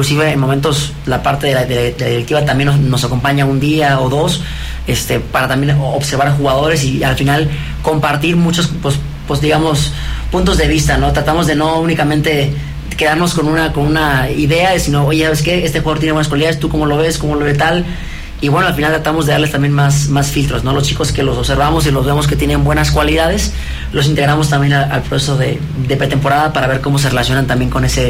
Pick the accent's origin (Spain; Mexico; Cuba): Mexico; Mérida, Yucatán; moved away as an adult; also born or lived in Northern Ireland / United States; Yo soy de Mérida, soy de Mérida. Yucateco, sí.